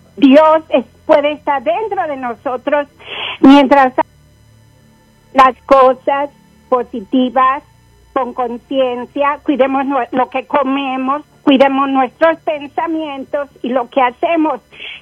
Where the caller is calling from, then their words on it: Colorado, United States; llamo desde las montañas de Denver.